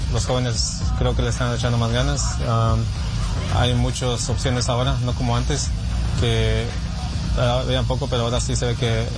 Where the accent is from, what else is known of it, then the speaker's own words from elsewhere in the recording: Guatemala; now in Houston, United States; Soy de Guatemala.